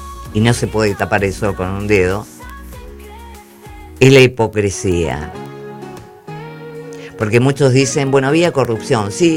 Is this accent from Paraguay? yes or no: no; Argentina; somos argentinos hipócritas